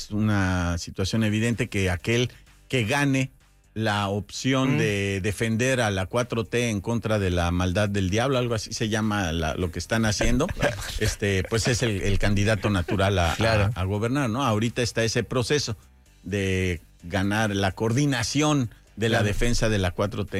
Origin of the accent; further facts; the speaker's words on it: Mexico; uno como mexicano dice...